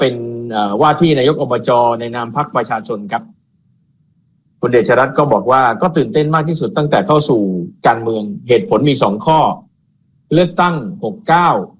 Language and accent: Thai; Nonthaburi, Thailand; เป็นคนนนทบุรีโดยกำเนิดอยู่ที่นนทบุรีมากว่า50ปีน้ำท่วมมา3รอบ